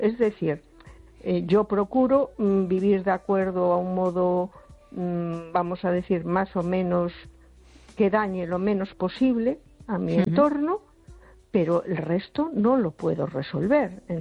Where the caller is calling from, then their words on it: A Coruña, Galicia, Spain; Hola, buenas noches. Soy … de Coruña.